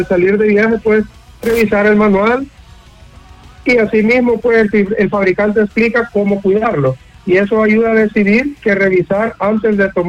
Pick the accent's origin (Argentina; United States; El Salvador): El Salvador